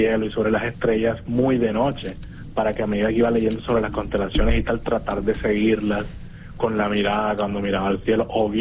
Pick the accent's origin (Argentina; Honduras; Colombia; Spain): Colombia; Cartagena, Bolívar; Luego nos mudamos para el barrio de Los Alpes. Allá sí. Viví casi toda mi infancia y parte de mi adolescencia.